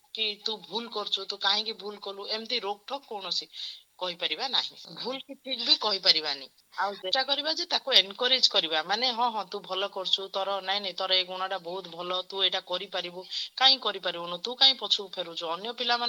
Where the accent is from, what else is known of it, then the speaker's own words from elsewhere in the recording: Odisha, India; ଦେଖନ୍ତୁ ମ୍ୟାଡାମ ମୁଁ ଗଞ୍ଜାମର ଝିଅ ସତ କଥା